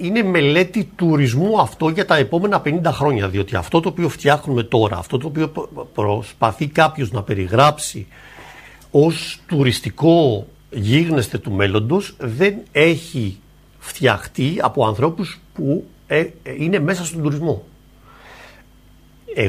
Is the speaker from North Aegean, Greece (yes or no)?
no; Crete, Greece; ότι επειδή καταγόμαστε από την Κρήτη ή επειδή αγαπάμε την Κρήτη.